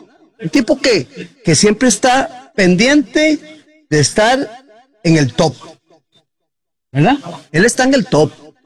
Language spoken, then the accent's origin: Spanish; Costa Rica